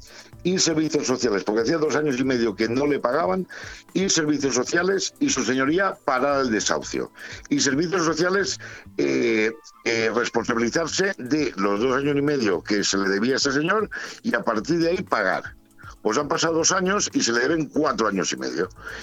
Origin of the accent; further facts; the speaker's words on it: Callosa d'en Sarrià, Valencian Community, Spain; Yo soy de Callosa, como bien sabes, y subo y bajo Benidorm 2 veces todos los días